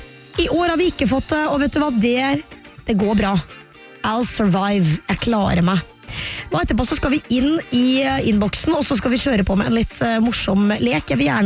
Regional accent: Oslo, Norway; Jeg kommer fra Prinsdal, det liksom midt mellom Holmlia og Hauketo.

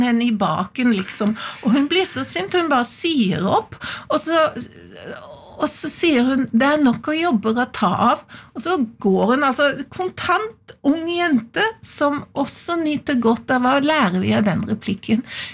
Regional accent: Farsund, Agder, Norway; born there; Jeg født i Farsund, på Lista, men der har jeg jo aldri bodd.

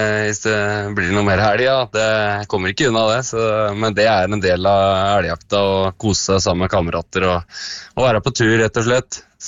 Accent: Mysen, Østfold, Norway; Ja, det tror jeg var hjemme I Mysen.

